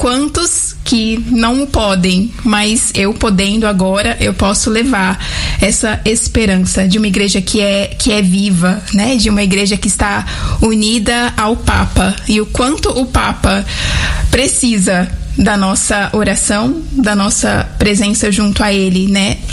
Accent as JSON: {"language": "Portuguese", "town": "Paranaíba", "region": "Mato Grosso do Sul", "country": "Brazil", "said": "Eu sou de um lugar quente, de um lugar acolhedor do Mato Grosso do Sul, do coração, né? Do país, do Centro-Oeste. Eu venho de Paranaíba, no Mato Grosso do Sul."}